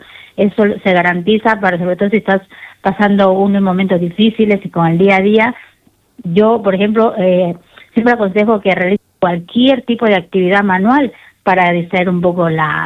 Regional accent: Ecuador; now in Spain; yo soy de Ecuador, yo nací allí y cuando era pequeña, pues mi madre esa técnica la hacía mucho. Entonces yo tenía un poco de conocimiento y luego cuando vine aquí a España, hace 20 años justamente

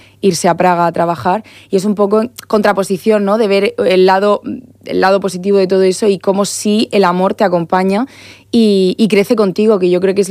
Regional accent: Region of Murcia, Spain; como yo soy aquí de Murcia

